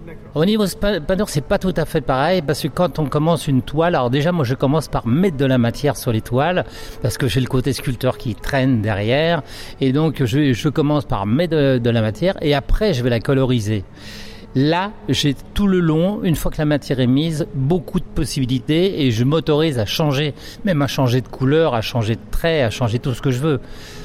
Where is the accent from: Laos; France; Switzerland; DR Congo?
France; Castillon-du-Gard, Occitanie; je viens de Castillon-du-Gard, juste à côté du pont du Gard, mais vraiment à côté. Et j'ai un atelier qui fait 350 m², donc un grand atelier dans lequel je vis.